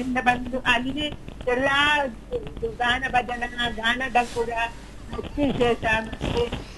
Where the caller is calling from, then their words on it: Puttur, Karnataka, India; ನಾನು ಪುತ್ತೂರಿನಿಂದ